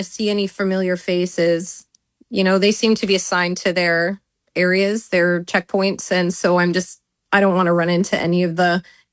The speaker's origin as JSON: {"language": "English", "country": "Canada", "said": "I didn't think along the lines of being Canadian, more that I had done my due diligence to have the paperwork in place that I needed in order to correctly navigate the immigration system."}